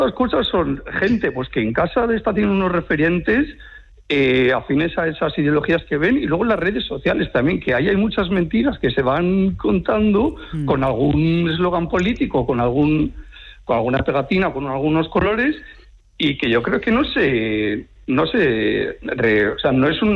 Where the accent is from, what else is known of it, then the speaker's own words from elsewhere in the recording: Pamplona, Navarre, Spain; now in San Sebastián, Spain; Soy de Pamplona, pero ahora vivo en Donosti.